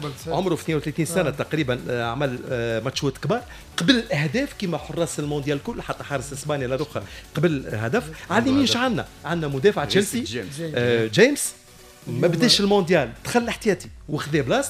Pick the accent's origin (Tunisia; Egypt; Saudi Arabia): Tunisia; انا كمواطن تونسي